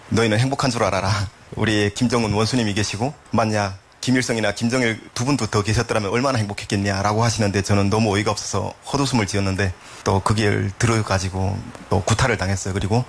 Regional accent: Hyesan, Ryanggang, North Korea; 저는 양강도 희산시라는 곳에서 평범한 노동자 가정의 외아들로 태어났습니다.

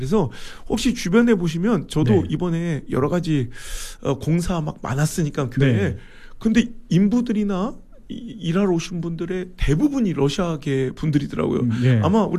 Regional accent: Cheongju, North Chungcheong, South Korea; moved away; 제 고향 청주 지역

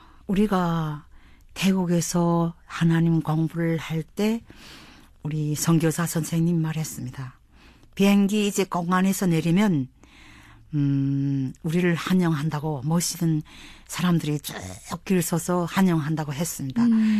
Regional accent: North Hamgyong, North Korea; moved away as an adult; now in South Korea; 한국정착 8개월차 한경북도에서 온

